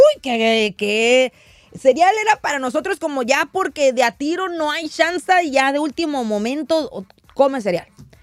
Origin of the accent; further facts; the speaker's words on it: Mexico; tú y yo somos mexicanos, güey. Estamos acostumbrados a pan.